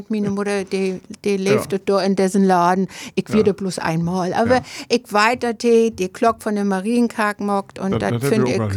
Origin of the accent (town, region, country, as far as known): Mecklenburg-Vorpommern, Germany